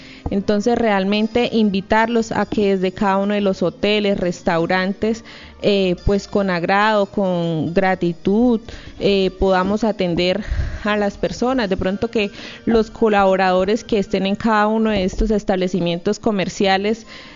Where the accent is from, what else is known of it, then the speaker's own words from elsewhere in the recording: Charalá, Santander, Colombia; lo que somos como municipio de Charalá, que somos gente amable, culta, berraca